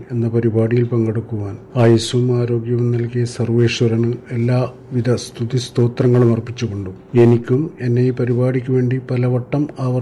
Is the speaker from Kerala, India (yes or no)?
no; Kalpeni, Lakshadweep, India; ഞാൻ കൽപ്പിനി സ്വദേശി